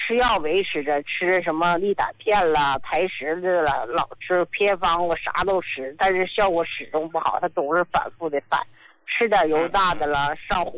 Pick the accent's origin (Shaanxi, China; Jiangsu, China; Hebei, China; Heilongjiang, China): Heilongjiang, China; 胡老师，我是黑龙江的。